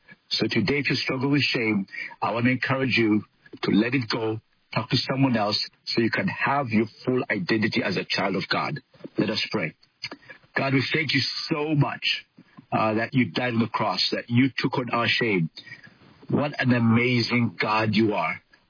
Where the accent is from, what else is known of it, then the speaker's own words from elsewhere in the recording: Uganda; Men in African and Middle Eastern cultures, well, I come from Uganda, and we do not run. We do not show our legs.